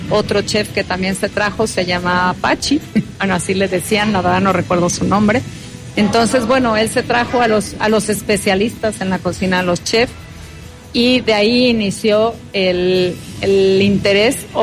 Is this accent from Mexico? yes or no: yes; Mexico